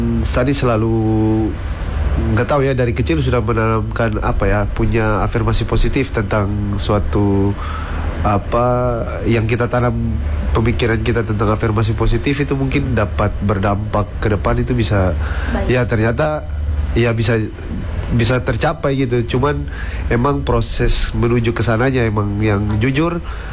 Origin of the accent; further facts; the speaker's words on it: Fakfak, West Papua, Indonesia; moved away as an adult; now in Java, Indonesia; Kebetulan ya saya lahir besar di Fak-Fak. Ya sudah dari kecil juga di Fak-Fak, hidup juga di Fak-Fak, orang tua juga di Fak-Fak semua. Cuman memang semenjak tahun 2000 berapa ya? 2012 saya mulai merantau